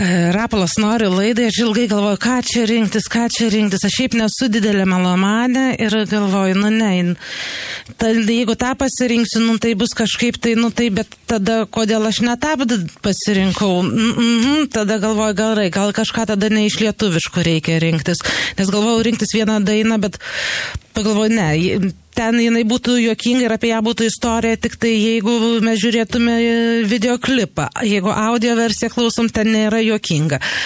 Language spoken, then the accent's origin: Lithuanian; Hamburg, Germany; also born or lived in Berlin; now in Utena, Lithuania; Ar Hamburgą, kur mano vaikystė prabėgo, ar Kelną, kur yra mano nekraujo šeima, ar rinktis Berlyną, kur aš gyvenau.